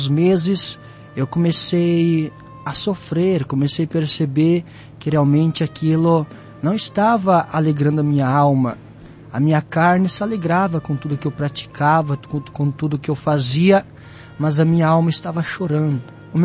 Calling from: Formosa do Sul, Santa Catarina, Brazil; Sou da cidade de Formosa do Sul, Santa Catarina. Eu nasci no berço evangélico

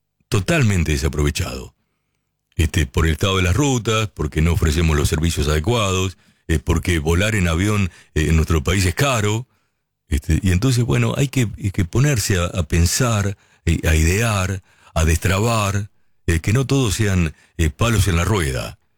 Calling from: Chepes, La Rioja, Argentina; de Chepes, La Rioja.

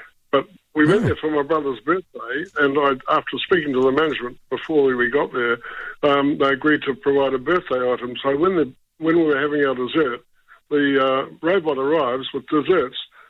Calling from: Wellington, New Zealand; Oh, good evening, Roman. I'm calling from Wellington, and just about the Cobb & Co. issue.

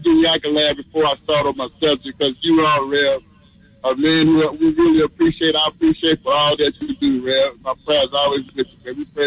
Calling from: Houston, Texas, United States; I'm from Houston, real.

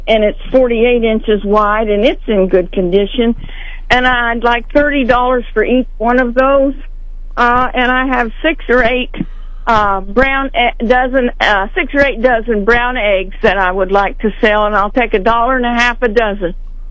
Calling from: Marshall Junction, Missouri, United States; I'm in the Marshall Junction area, about 4 miles south.

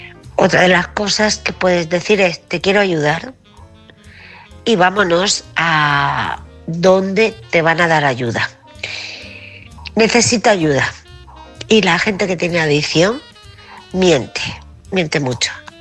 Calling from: Murcia, Region of Murcia, Spain; de Murcia.

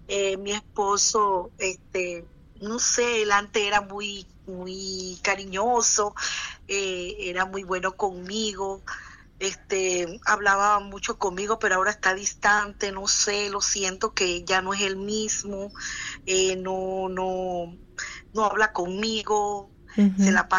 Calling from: La Chorrera, Panamá Oeste, Panama; Le estoy hablando desde La Chorrera.

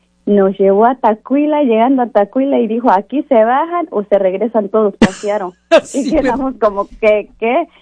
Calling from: Seattle, Washington, United States; Yo estoy en Seattle.

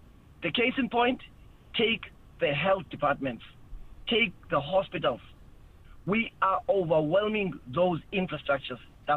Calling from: Eastern Cape, South Africa; I am from Tebega.

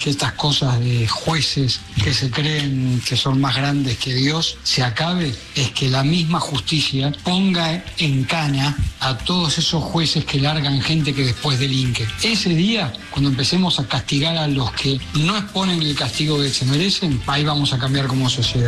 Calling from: Belgrano, Buenos Aires, Argentina; de Belgrano.

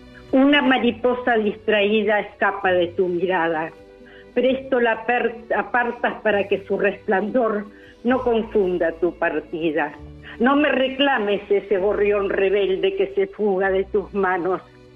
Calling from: Bahía Blanca, Buenos Aires Province, Argentina; Estoy en Bahía Blanca … de Bahía Blanca.

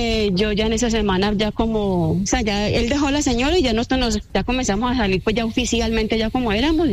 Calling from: Medellín, Antioquia, Colombia; Yo soy de Medellín

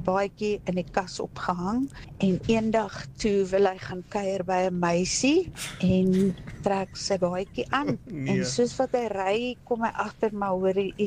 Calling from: Pretoria, Gauteng, South Africa; ek is van Pretoria.

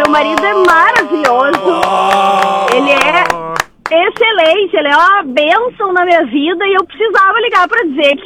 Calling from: Porto Alegre, Rio Grande do Sul, Brazil; Eu tô falando de Porto Alegre

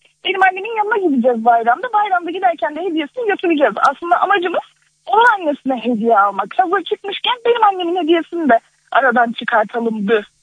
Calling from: Ankara, Turkey; Ankara'dan arıyorum.

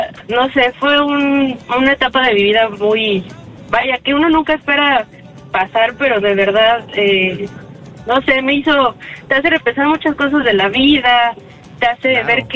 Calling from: Mexico City, Mexico; aquí de Iztapalapa.

